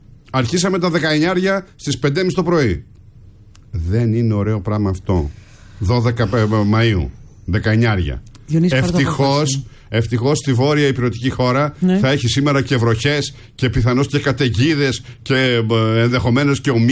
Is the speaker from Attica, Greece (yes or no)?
yes; Athens, Attica, Greece; Το όνομά της στην οδό Βαλτετσίου, στην οποία μεγάλωσα, στα Εξάρχεια.